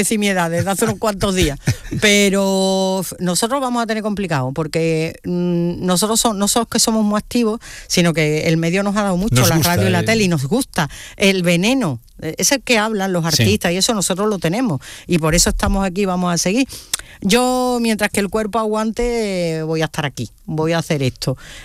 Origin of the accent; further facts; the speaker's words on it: Huelva, Andalusia, Spain; yo puedo ser muy de Huelva, pero yo soy andaluza.